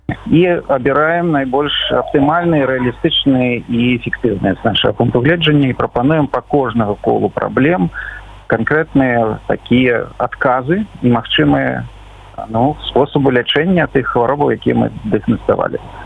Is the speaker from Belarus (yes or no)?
yes; Belarus; Тому що ми, білоруси, звичайно, так лічимо, що льос наш визначений